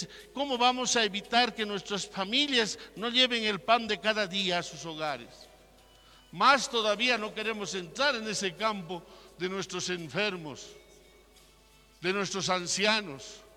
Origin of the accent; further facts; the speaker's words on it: Bolivia; estamos llamados, invitados a conocer y a amar nuestra patria Bolivia, pero con obras concretas, viviendo como verdaderos bolivianos, abrazados collas con cambas